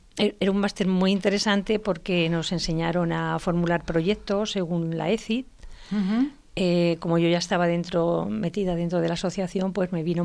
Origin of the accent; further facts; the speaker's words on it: Murcia, Region of Murcia, Spain; moved away as an adult; now in Madrid, Spain; Entonces mi padre al final, para que pudiéramos estudiar todos, se trasladó a Madrid. Y yo me trasladé de Murcia a Madrid